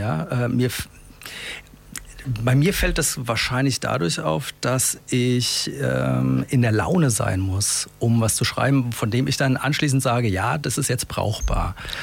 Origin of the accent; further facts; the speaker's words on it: Ascheberg, North Rhine-Westphalia, Germany; ich komme aus Ascheberg, ursprünglich, jetzt mittlerweile aus Wärzbarsch.